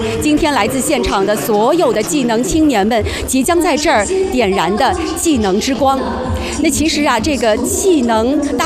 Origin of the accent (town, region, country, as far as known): China